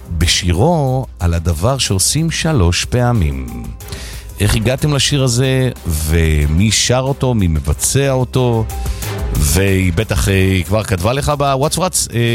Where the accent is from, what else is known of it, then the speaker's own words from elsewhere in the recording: Rishon LeZion, Central District, Israel; גדלתי בראשון אצל המוזיקאי, הקומפוזיטור